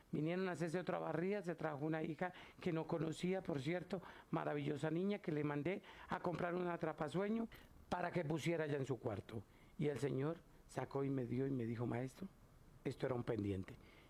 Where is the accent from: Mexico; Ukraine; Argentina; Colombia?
Mexico; Catemaco, Veracruz; Porque saben que soy de Catemaco, Veracruz, y como soy de Catemaco, Veracruz, yo también tengo que ir a montar mis altares